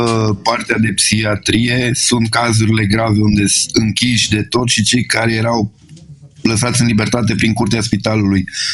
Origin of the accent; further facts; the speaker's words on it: Târnăveni, Mureș County, Romania; acolo am copilărit 16 ani în Târnăveni